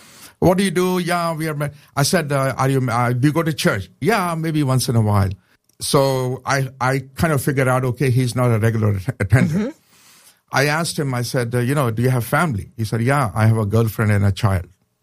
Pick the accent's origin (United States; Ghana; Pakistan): Pakistan